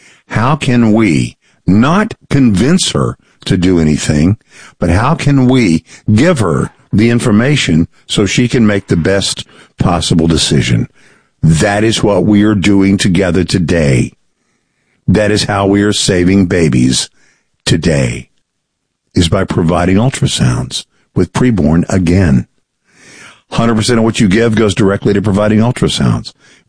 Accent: Texas, United States; in my home state. The great state of Texas

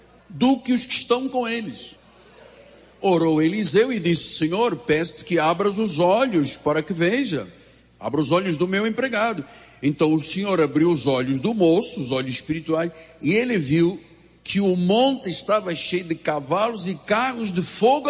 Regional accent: Angola; Claro, sou de Angola. Ué, mas você não é negro? Eu falei, não sou negro, sou branco de Angola.

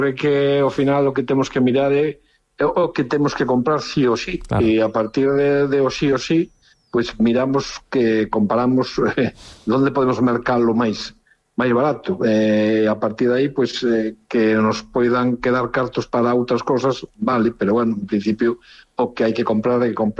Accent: Lugo, Galicia, Spain

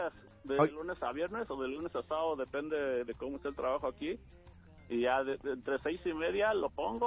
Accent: Nicolás Romero, State of Mexico, Mexico; moved away as an adult; now in Lethbridge, Canada; Del Estado de México, del municipio de Nicolás Romero.

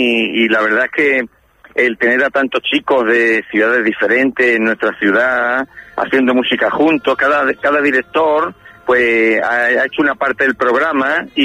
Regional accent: Málaga, Andalusia, Spain; en Málaga, en la ciudad de nuestra y de nuestros chicos

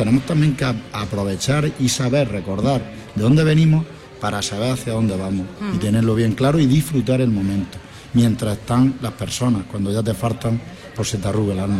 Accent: Olula del Río, Andalusia, Spain; Los que somos cebolleros somos nacidos y criados en Olula.

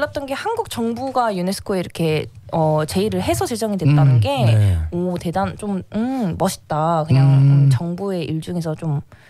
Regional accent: Gyeongsang, South Korea; accent: Gyeongsang; 경상도 발음인가 봐요.

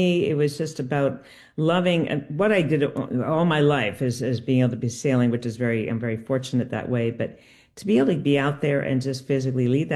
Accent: Connecticut, United States; now in Burlington, United States; And, you know, I grew up sailing in Connecticut.

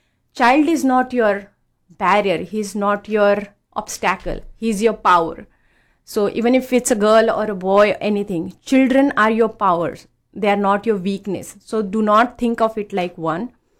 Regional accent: New Jersey, United States; I'm from New Jersey.

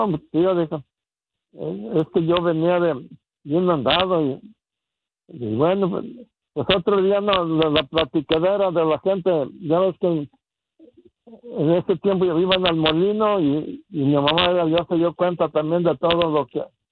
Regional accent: Huizcuco, Jalisco, Mexico; Mira, como te dije, yo soy de Huizcuco, municipio de Tala, Jalisco.

